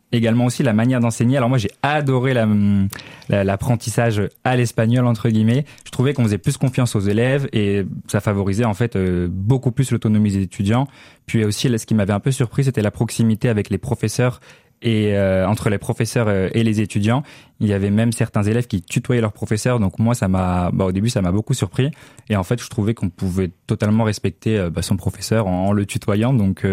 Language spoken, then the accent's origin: French; France; j'étais Erasmus, que je venais de France